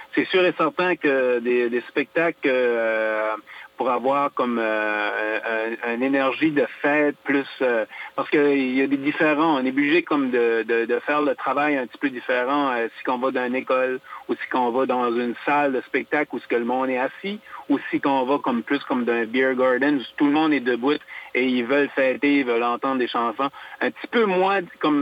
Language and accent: French; Acadia, Canada; Puis, tu sais, on est acadien, mais on a beaucoup d'influence anglaise aussi.